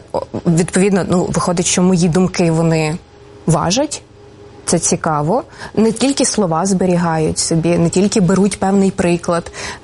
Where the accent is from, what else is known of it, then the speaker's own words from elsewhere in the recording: Lviv, Lviv Oblast, Ukraine; born there; я начебто народилася у Львові, але у мене набір з різних міст в мені є. І я російську знаю. Я знаю російську, тому що ось батько і його мама, власне, вони були російськомовними. Тому я росла, власне, у межах двох мов.